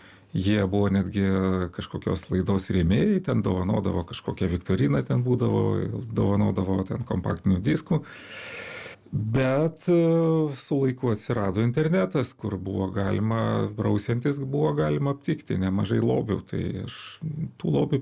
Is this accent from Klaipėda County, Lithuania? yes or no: no; Panevėžys, Panevėžys County, Lithuania; moved away; aš kilęs iš Aukštaitijos, iš Panevėžio, tai aišku, tartis yra išlyzdavo vis įvairių neteisingų kirčiavimų